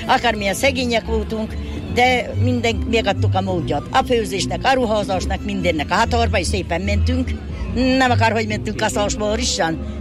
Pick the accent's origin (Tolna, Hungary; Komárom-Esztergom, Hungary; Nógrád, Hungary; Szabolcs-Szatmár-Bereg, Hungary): Nógrád, Hungary; Buják; a Bujákit ezt meg lehet különböztetni, mert mi palócok vagyunk.